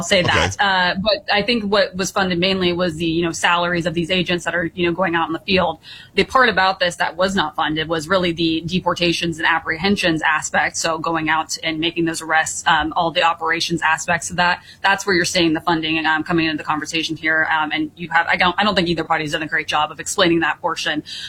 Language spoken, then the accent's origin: English; Atlanta, Georgia, United States; I'm from Atlanta, Georgia.